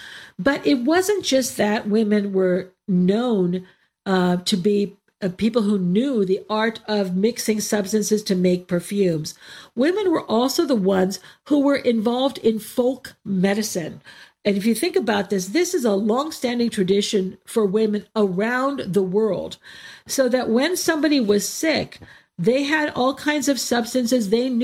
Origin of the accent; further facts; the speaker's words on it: United States; I grew up in the United States